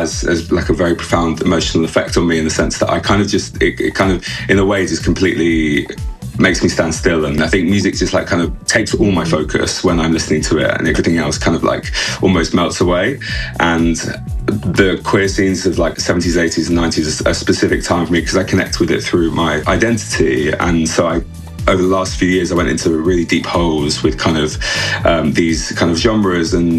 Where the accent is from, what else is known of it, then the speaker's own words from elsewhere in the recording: London, United Kingdom; moved away as an adult; also born or lived in Liverpool; Yeah, so originally I'm from London, and I lived in Southwest